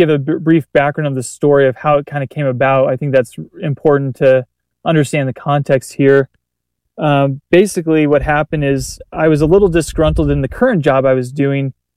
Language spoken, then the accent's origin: English; Texas, United States; a lot of my, kind of Bible Belt prejudices that I built up, I grew up in Texas